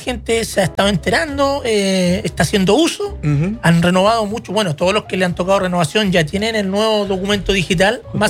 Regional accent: Santiago, Santiago Metropolitan Region, Chile; now in Castro, Chile; yo soy santiaguino, criado, malcriado, todo en Santiago

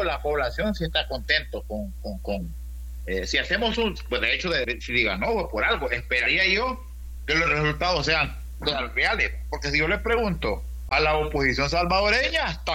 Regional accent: Honduras; ¿Y porque yo le tengo que aguantar a esto como hondureño?

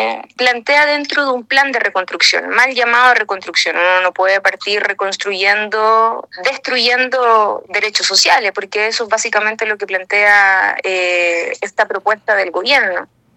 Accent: Chile

